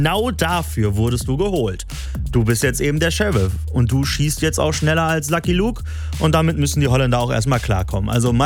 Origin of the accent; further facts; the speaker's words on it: Gelsenkirchen, North Rhine-Westphalia, Germany; aus meiner Heimatstadt Gelsenkirchen